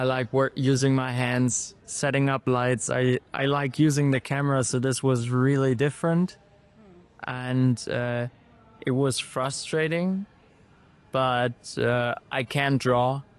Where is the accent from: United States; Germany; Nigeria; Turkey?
Germany; Munich, Bavaria; I'm from Munich, Germany.